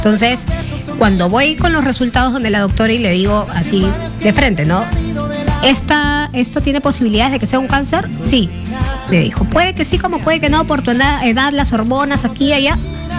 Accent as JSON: {"language": "Spanish", "country": "Mexico", "moved": "as an adult", "said": "Yo me fui de México habiéndome separado. No, me separé y a los 6 meses, estuve casada a los 6 meses, me mudé del país."}